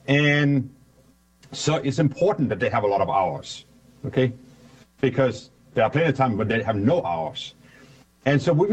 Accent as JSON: {"language": "English", "country": "Denmark", "tie": "born or raised there", "said": "I grew up in Denmark."}